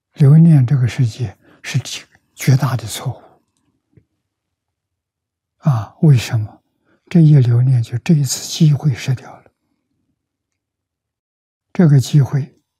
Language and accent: Chinese; China